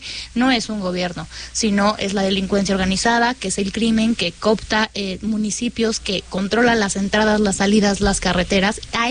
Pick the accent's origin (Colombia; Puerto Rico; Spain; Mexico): Mexico; el ser mexicanos, el festejar, porque así somos los mexicanos, nos gusta festejar.